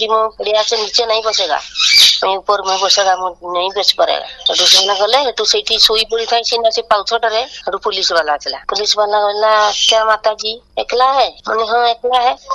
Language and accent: Odia; Keonjhar, Odisha, India; କହିଲି ହଁ ଓଡ଼ିଆ, କୋଉଠୁ ଆସିଛ, କହିଲି ମୁଁ କେଉଁଝର ରୁ ଆସିଛି ଭୁବନେଶ୍ୱର ଯିବି।